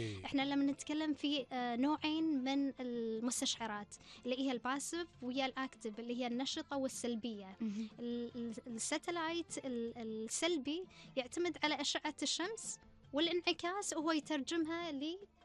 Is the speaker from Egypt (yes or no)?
no; Kuwait; نتمنى أن هي تكون موجودة عندنا في الكويت ويتم استثمارها.